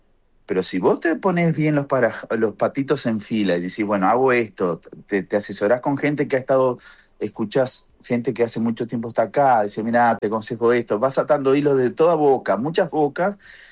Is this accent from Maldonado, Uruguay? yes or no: yes; Maldonado, Uruguay; now in Miami, United States; No es lo mismo, Punta del Este, yo soy de Maldonado. Punta del Este es una cosa, y donde yo vivía, Maldonado es otra.